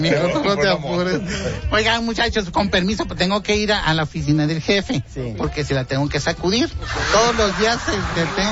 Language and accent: Spanish; Gualahuises, Nuevo León, Mexico; porque yo soy de Gualahuises, ¿verdad?